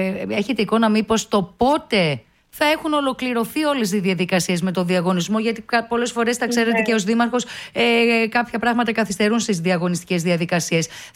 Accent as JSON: {"language": "Greek", "area": "Serres", "region": "Central Macedonia", "country": "Greece", "moved": "yes", "said": "παλιότερα ταξίδευα με το τρένο για το χωριό μου, για τις Σέρες."}